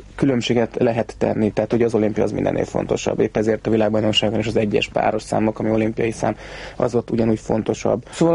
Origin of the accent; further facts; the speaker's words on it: Budapest, Hungary; born there; Pesten születtem, ott is lakom